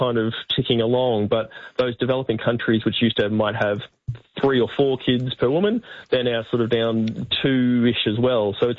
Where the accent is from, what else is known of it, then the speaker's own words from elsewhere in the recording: Townsville, Queensland, Australia; I remember growing up in Townsville